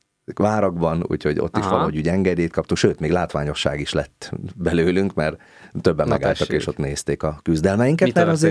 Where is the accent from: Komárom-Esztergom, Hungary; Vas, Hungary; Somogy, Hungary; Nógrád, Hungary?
Somogy, Hungary; born there; now in Budapest, Hungary; én Somogyban születtem, úgyhogy nekem az a szívem csücske itt a déli part